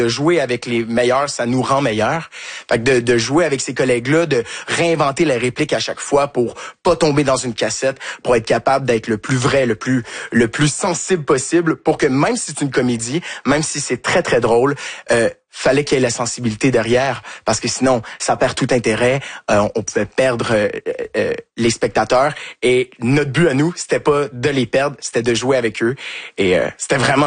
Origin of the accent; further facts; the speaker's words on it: Quebec, Canada; now in France; et du fait qu'on est québécois aussi, on est dans le sud de la France, c'est un accent qu'ils sont pas habitués d'entendre